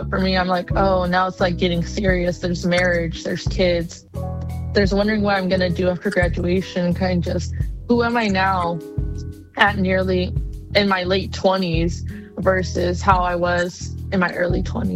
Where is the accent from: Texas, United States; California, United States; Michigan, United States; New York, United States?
California, United States; Bakersfield; growing up in Bakersfield, obviously we're surrounded by the rich history of country music, such as